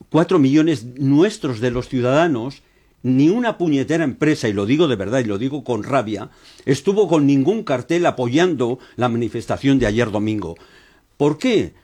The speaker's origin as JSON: {"language": "Spanish", "town": "Aranda de Duero", "region": "Castile and León", "country": "Spain", "also_born_or_lived": "Valladolid", "said": "Yo como vallisoletano me gustaría que todo se quedase en Valladolid. Como arandino me encantaría que aquí viniesen universidades, hospitales, no sé qué."}